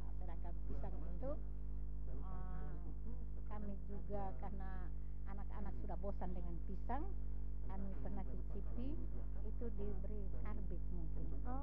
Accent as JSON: {"language": "Indonesian", "region": "Eastern Indonesia", "country": "Indonesia", "said": "kami orang Timur ini"}